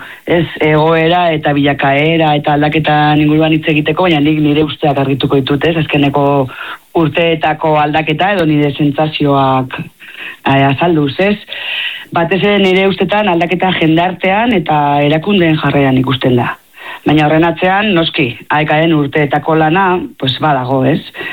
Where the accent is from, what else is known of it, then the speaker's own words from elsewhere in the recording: Elgoibar, Basque Country, Spain; moved away as an adult; now in Tudela, Spain; ni izatez Elgoibartarra naiz.